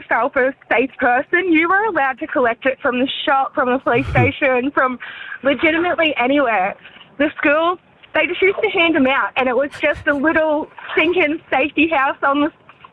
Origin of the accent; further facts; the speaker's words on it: Bundaberg, Queensland, Australia; we grew up in Bundaberg